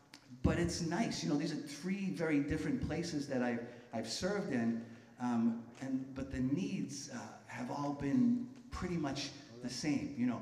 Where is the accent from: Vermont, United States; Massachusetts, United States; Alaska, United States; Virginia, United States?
Massachusetts, United States; Boston; moved away as an adult; I was in Boston. Boston's my hometown